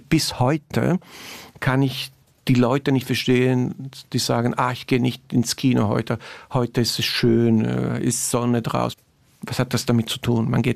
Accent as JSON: {"language": "German", "town": "Naples", "region": "Campania", "country": "Italy", "moved": "yes", "said": "für mich als Italiener, der in Neapel ist"}